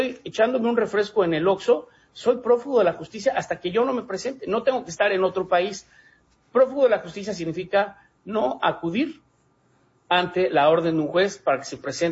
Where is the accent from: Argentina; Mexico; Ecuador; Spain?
Mexico